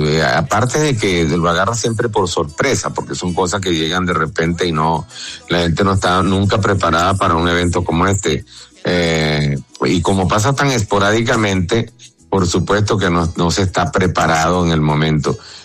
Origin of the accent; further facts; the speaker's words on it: Venezuela; born there; yo nací en Venezuela, pero acuérdese que yo tengo doble nacionalidad, yo tengo también nacionalidad colombiana